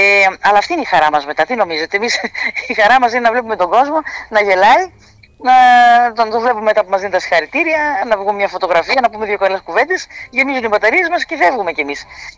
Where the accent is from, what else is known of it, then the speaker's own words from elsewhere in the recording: Eastern Macedonia and Thrace, Greece; born there; moved away; Που θα είμαι στην πόλη μου